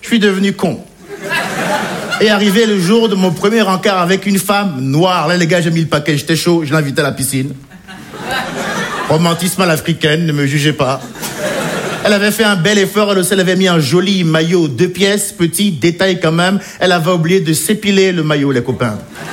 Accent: France; Je suis français, assimilé, je le précise, parce que même quand t'es assimilé comme moi

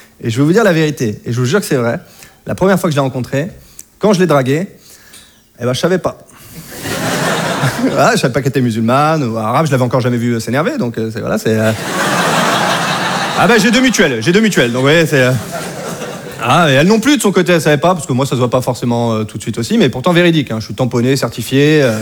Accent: Hauts-de-France, France; moved away as an adult; now in Paris, France; Je viens de Picardie.

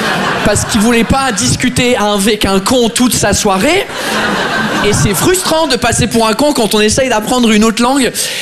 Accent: United Kingdom; French is a second language; now in France; je suis anglais. Est-ce que par hasard il y a des anglais dans la salle ce soir avec moi?

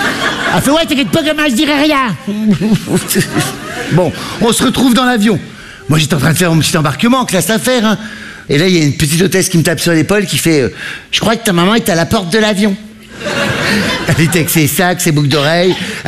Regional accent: Hauts-de-France, France; Et je viens d'une bonne famille du Nord avec une maman qui fait ma taille, 130 kilos

